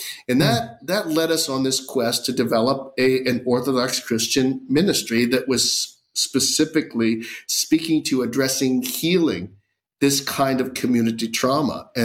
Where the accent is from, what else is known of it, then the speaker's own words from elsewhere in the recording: Pittsburgh, Pennsylvania, United States; And that was exactly my experience, because I'm from Pittsburgh. I came to Pittsburgh.